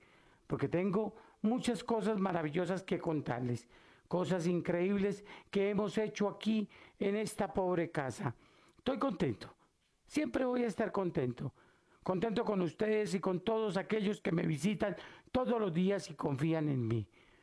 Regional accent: Catemaco, Veracruz, Mexico; moved away; para toda mi tierra de Catemaco, Veracruz. Saludo especial a mis paisanos que hoy estamos de fiesta.

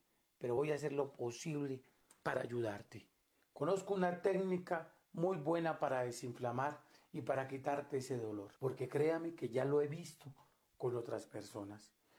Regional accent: Catemaco, Veracruz, Mexico; Por eso yo estoy aquí, poniendo la cara en alto y diciendo que soy un hijo de Veracruz, de Catemaco, Veracruz

